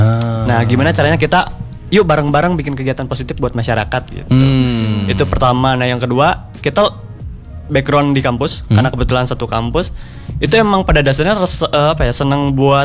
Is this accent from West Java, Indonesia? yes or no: yes; West Java, Indonesia; Terlebih kita orang Sunda kan ya.